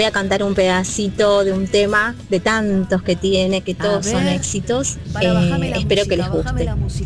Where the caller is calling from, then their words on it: Berazategui, Buenos Aires Province, Argentina; de Berazategui.